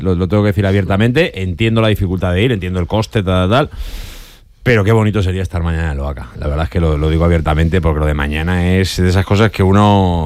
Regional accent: Valencia, Valencian Community, Spain; Pero yo soy de Valencia y hoy, con mi boina puesta, he disfrutado mucho de esa rueda de prensa previa especial.

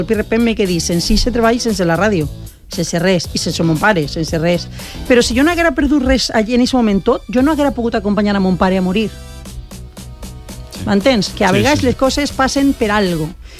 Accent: Benetússer, Valencian Community, Spain; jo soc de Benetússer, con lo qual soc afectada

